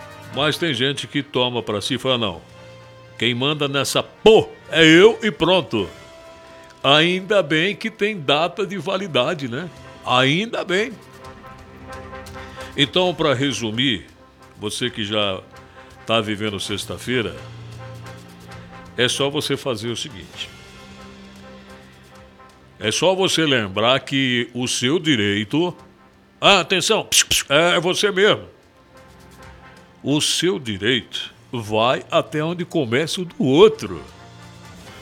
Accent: Barbacena, Minas Gerais, Brazil; born there; moved away; Lá em Barbacena, onde eu nasci. Eu nasci em Barbacena

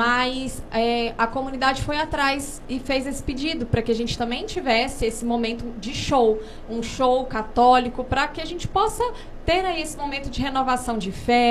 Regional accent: Goiânia, Goiás, Brazil; moved away as an adult; now in Vila Rica, Brazil; Eu sou de Goiânia, mas eu tô aqui há 4 anos, assim, minha vida já é aqui, já está enraizada.

